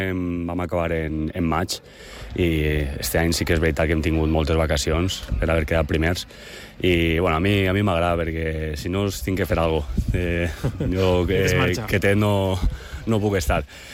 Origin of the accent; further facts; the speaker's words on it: Alcoy, Valencian Community, Spain; jo al final sóc del Coll